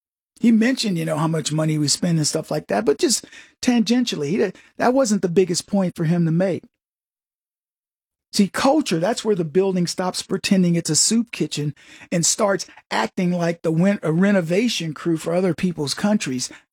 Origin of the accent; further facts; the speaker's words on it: United States; As an American